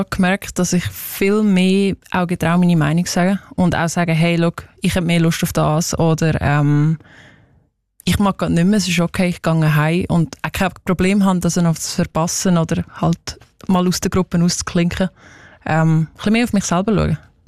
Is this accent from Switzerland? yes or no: yes; Switzerland; also born or lived in Indiana, United States; Es ist fast schwierig, zu Hause etwas zu kochen, das als Schweizer Essen herkommt